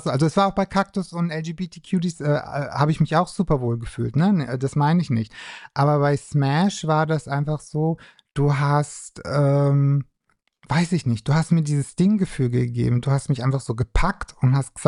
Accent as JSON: {"language": "German", "town": "Rothenburg ob der Tauber", "region": "Bavaria", "country": "Germany", "said": "Nee, aber Sache war die so, weil ich komme aus der Kleinstadt Rodenburg"}